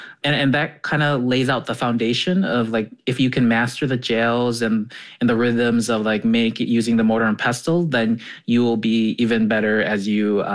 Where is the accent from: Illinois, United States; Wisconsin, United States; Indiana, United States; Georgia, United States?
Wisconsin, United States; I was raised in Wisconsin in the Midwest most of my life.